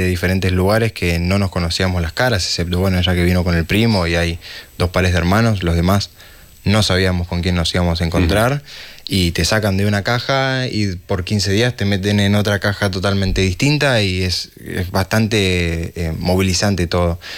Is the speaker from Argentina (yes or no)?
yes; Santa Fe, Argentina; mi tatarabuelo viene de Grañón, llegó a Santa Fe, que es de donde vengo, en 1899, y a partir de ahí se quedó y empezó a formar la familia, y bueno, de ahí venimos nosotros.